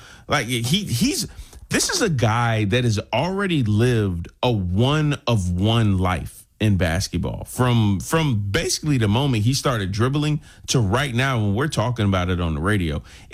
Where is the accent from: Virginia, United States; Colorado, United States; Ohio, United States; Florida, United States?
Virginia, United States; I grew up in Virginia. Allen Iverson is a religion in Virginia.